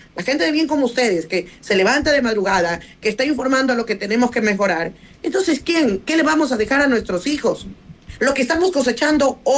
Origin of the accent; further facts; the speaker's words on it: Manabí, Ecuador; Yo vengo de otro lugar, soy manabita, sí.